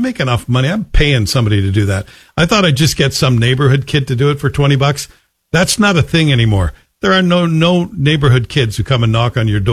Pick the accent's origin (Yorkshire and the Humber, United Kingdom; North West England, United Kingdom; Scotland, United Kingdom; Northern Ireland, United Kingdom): Scotland, United Kingdom; Yeah, I'm from Old Scotia, born in Scotland.